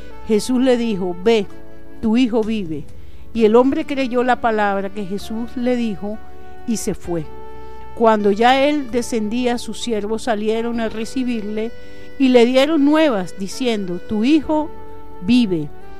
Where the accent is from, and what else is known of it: Venezuela